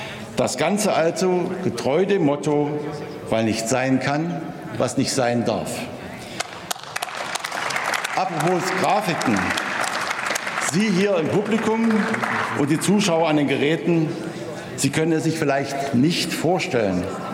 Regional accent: Saxony-Anhalt, Germany; Ich komme aus Sachsen-Anhalt

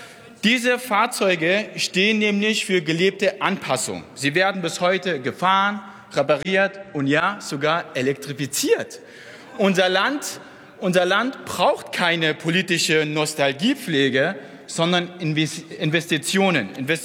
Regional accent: Kürbitz, Saxony, Germany; ich bin Ossi, ich bin Ostdeutscher und ich bin Simson-Fan. Bei mir in der Heimat im Vogtland, im Kürbitz

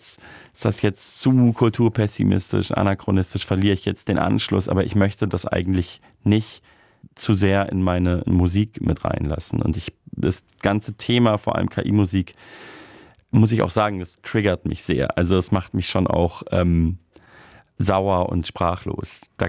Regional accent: Munich, Bavaria, Germany; moved away; Ich habe da zwar nie gelebt, aber bin ja ursprünglich aus München und war da sehr viel.

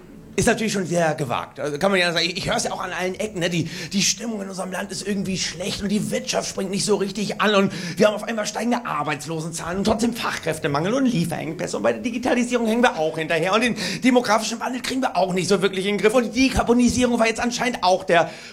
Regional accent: Berlin, Germany; das ist für mich als Berliner wirklich in diesem Jahr keine Selbstverständlichkeit.

